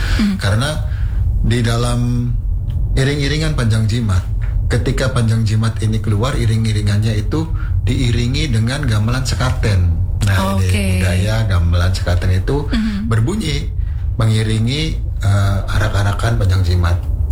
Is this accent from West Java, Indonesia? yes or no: yes; Cirebon, West Java, Indonesia; kita orang Cirebon